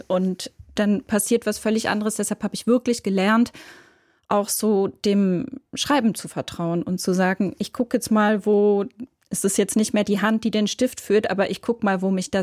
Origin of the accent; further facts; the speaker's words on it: Switzerland; first language Swiss German; German is a second language; dass meine Muttersprache der Dialekt, also das Schweizerdeutsche ist, dass man da nochmal eine andere Form von Aneignung hat